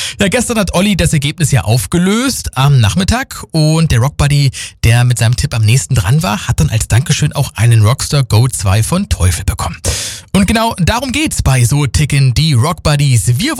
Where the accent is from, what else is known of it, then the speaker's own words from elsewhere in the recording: Lower Saxony, Germany; Ich komme ja selbst aus der Lüneburger Heide